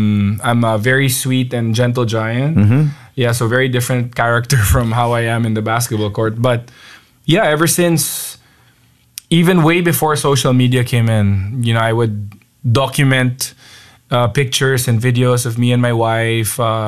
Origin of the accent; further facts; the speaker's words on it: Baguio, Cordillera Administrative Region, Philippines; I was born and raised in Baguio City, and yung school ko dun sa Baguio City was actually called Risen Lord Academy